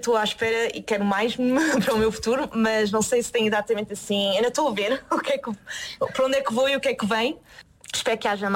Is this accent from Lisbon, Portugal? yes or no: yes; Lisbon, Portugal; moved away as an adult; Eu também sou de Lisboa e também fiz a minha formação em Lisboa até sair de Portugal, portanto sou bastante centrada lá em Lisboa.